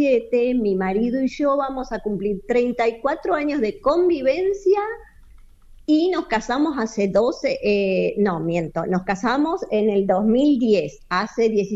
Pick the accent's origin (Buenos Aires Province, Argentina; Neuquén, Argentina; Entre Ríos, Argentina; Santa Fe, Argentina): Entre Ríos, Argentina; General Campos; Soy de General Campos. Es un pueblito que está cerca de Concordia.